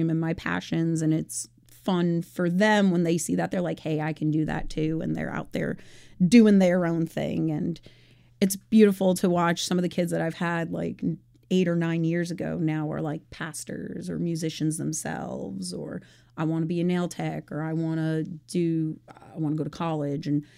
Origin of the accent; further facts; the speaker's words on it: Holbrook, New York, United States; moved away; I am a New Yorker, indeed. I'm from Long Island, which the east end of Long Island, Holbrook. And I love the beaches, love everything about it. Growing up, it's still a little rural compared to a small town, but still it's a wonderful experience.